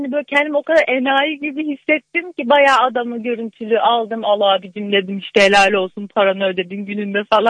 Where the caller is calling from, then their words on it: Istanbul, Turkey; İstanbul'dan arıyorum.